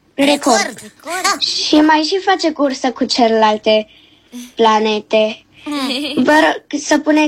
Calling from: Cluj-Napoca, Cluj County, Romania; sunt din Cluj.

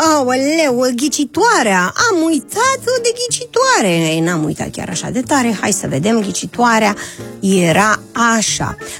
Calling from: Suceava, Suceava County, Romania; din Suceava

